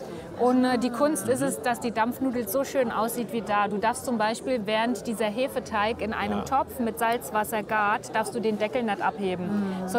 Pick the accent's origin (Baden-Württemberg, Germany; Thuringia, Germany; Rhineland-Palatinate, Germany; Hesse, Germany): Baden-Württemberg, Germany; Aus dem Schwarzwald.